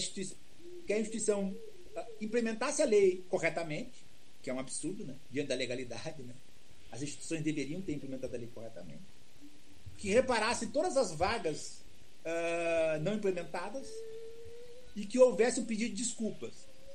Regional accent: Porto Alegre, Rio Grande do Sul, Brazil; moved away as an adult; now in Pernambuco/Bahia sertão, Brazil; Eu sou gaúcho, né, de Porto Alegre, mas eu estou aqui há 17 anos no sertão, né, no sertão de Pernambuco, Bahia, na Universidade Federal do Vale de São Francisco.

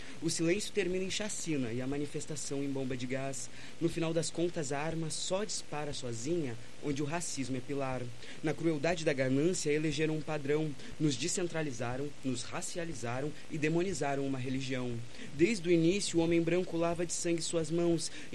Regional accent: Brazil; Eu também sou da Santa Terezinha, né? Aí a gente se cria em lugares que a Santa Terezinha, eu digo, não é uma periferia

